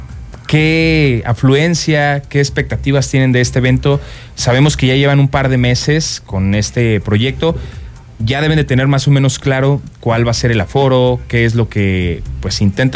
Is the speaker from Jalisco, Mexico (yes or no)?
no; San Luis Potosí, Mexico; nosotros somos de San Luis